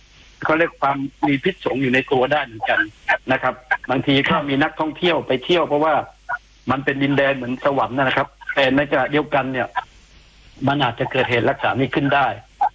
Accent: Nakhon Si Thammarat, Thailand; born there; ผมเกิดนครนะครับ

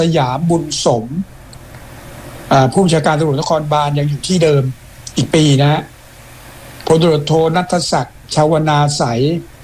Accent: Surin, Thailand; accent: Surin accent; สำเนียงไงสุรินทร์

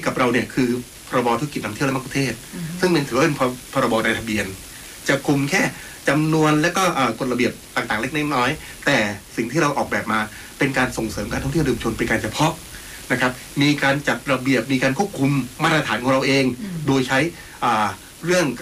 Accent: Southern Thailand, Thailand; คือเราคนใต้นะคนใต้เราคิดอะไรก็ผงผางเลยตันตังตึงตังทำหนึ่งสองสาม

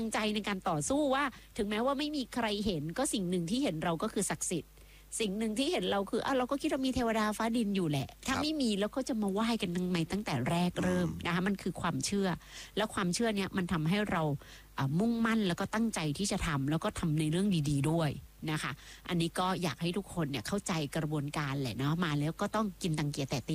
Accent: Nakhon Si Thammarat, Thailand; แต่บ้านเราเนี่ยเป็นสนามหน้าเมือง

